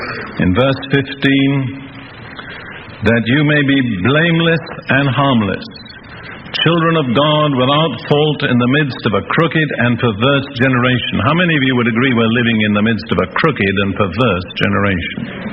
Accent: United Kingdom; I'm British

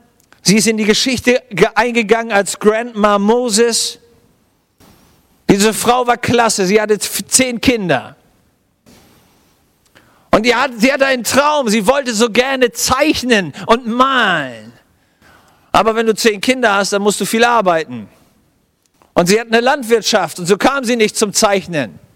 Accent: Germany

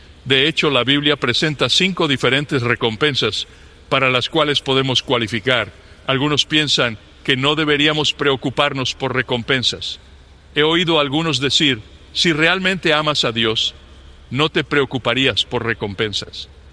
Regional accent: Toledo, Ohio, United States; born there

